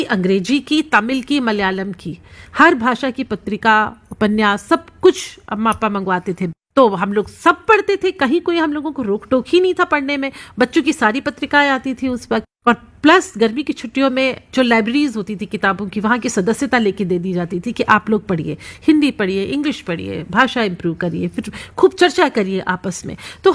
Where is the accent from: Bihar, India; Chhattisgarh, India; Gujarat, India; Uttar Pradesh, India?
Chhattisgarh, India; Bhilai; also born or lived in Mumbai; now in Delhi, India; ये छत्तीसगढ़ में एक बहुत खूबसूरत सा शहर है जहां मेरी पैदाइश हुई, जहां मैं पली बड़ी। भिलाई स्टील प्लांट में मेरे अप्पा काम करते थे। मैं अप्पा कह रही हूँ तो सब सुनने वालों को पता लग ही गया होगा कि मैं दक्षिण भारती हूँ